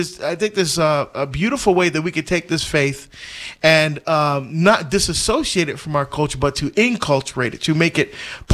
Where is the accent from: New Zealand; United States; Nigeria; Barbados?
Barbados; I'm from Barbados.